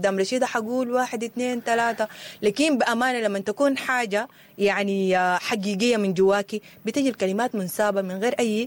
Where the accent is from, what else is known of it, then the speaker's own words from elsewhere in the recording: Sudan; إحنا كسودانيين